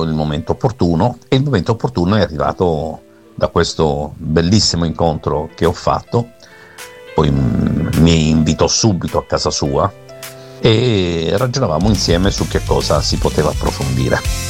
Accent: Brindisi, Apulia, Italy; born there; Io sono nato a Brindisi.

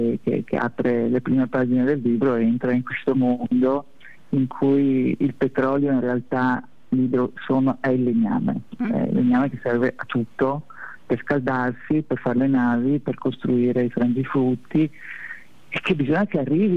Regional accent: Belluno, Veneto, Italy; now in Asiago, Italy; come veneta, come persona che in realtà sono bellunese, quindi per me sono stata trapiantata ad Asiago

